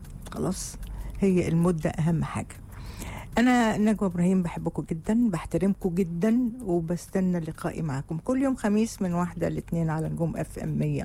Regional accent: Egypt

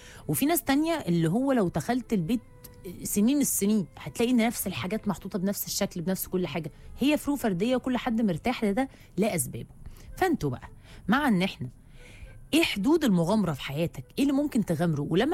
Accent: Egypt; عندنا في مصر

